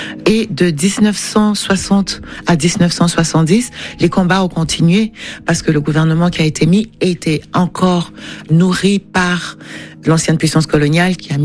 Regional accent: Cameroon; now in Paris, France; J'ai le besoin de rentrer régulièrement au Cameroun. J'ai le besoin de partir du Cameroun. J'ai tout ça, en fait. Je suis aussi faite de tout ça. J'aime partir. Je vis à Paris

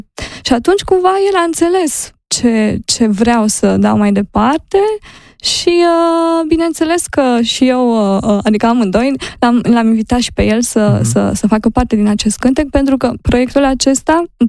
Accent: Maramureș County, Romania; Și i-am povestit ce înseamnă pentru noi partea asta de am crescut acolo, în Maramureș, și bunicii noștri ne cântau.

